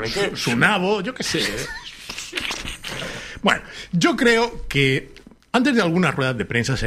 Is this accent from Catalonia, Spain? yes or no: yes; Lleida, Catalonia, Spain; Yo soy de Lérida, es una provincia de fruta